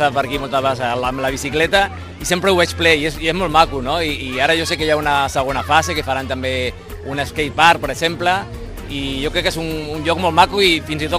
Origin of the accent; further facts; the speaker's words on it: Montornès del Vallès, Catalonia, Spain; quan parlem de Montornès, hem de dir que som el poble de Costa de Montmeló que fa les carreres